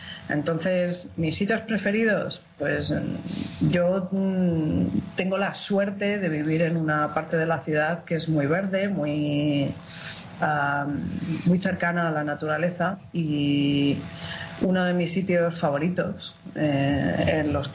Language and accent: Spanish; Getafe, Community of Madrid, Spain; moved away as an adult; also born or lived in London; now in Scotland, United Kingdom; Yo soy originaria de Madrid, crecí en Getafe, y en el año 96 decido que ya he tenido bastante de España